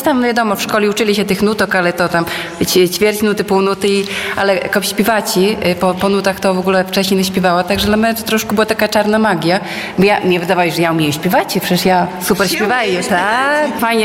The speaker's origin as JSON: {"language": "Polish", "town": "Łosinka", "region": "Podlaskie Voivodeship", "country": "Poland", "tie": "born or raised there", "lives_now": "Hajnówka, Poland", "said": "No ja na przykład dojeżdżaję z Hajnówki, ale pochodzę z Łosinki i też jakby, no, związana sercem z Łosinki, tak, bo tutaj wychowała się, tutaj chodzi do szkoły, tutaj rodzice żyli"}